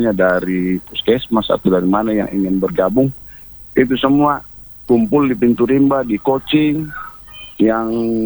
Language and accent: Indonesian; Tahuna, North Sulawesi, Indonesia; Ataupun kita orang Tahuna lah. Orang Tahuna.